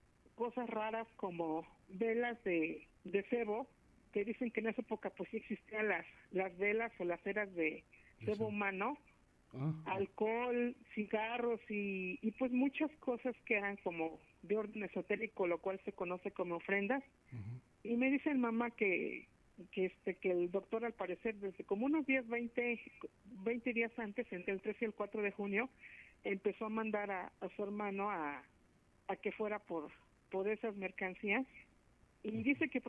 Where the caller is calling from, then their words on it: Zacatepec, Mexico; Ahorita actualmente estoy en Zacatepec